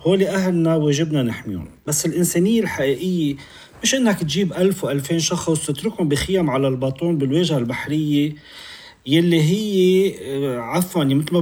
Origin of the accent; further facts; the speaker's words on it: Beirut, Beirut Governorate, Lebanon; أنا اليوم عم أحكي بصفتي الشخصية كمواطن، كاستشاري، كبيروتي،